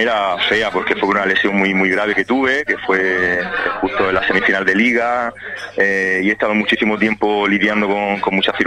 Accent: Málaga, Andalusia, Spain; estoy muy contento de volver al club de mi tierra y de mi vida, vamos.

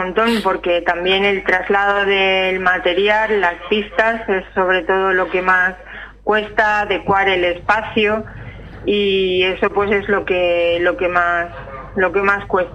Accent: Valencia, Valencian Community, Spain; born there; now in Almería, Spain; llevo 26 años ya aquí, o sea que sí, yo digo que sí, nací en Valencia

